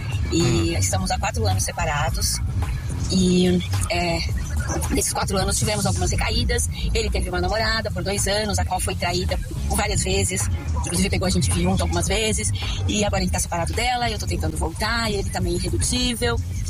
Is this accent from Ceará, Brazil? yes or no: no; São Paulo, Brazil; Eu sou aqui de São Paulo, taxista.